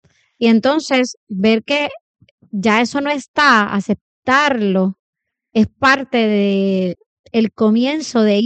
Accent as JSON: {"language": "Spanish", "town": "Guayama", "country": "Puerto Rico", "tie": "born or raised there", "said": "yo soy natural de Guayama"}